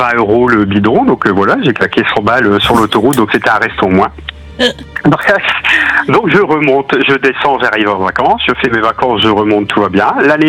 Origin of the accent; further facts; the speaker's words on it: Hauts-de-France, France